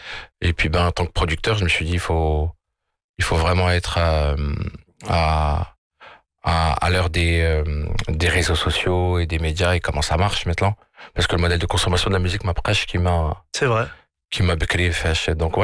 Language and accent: French; France; Étant donné que je suis originaire de France, j'ai grandi et né en France, je me suis dit, tiens, il faut qu'on fasse quelque chose d'original.